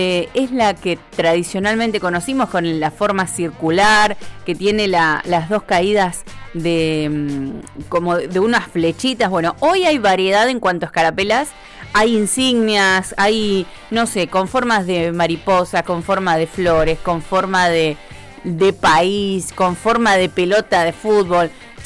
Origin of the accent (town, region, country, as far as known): Argentina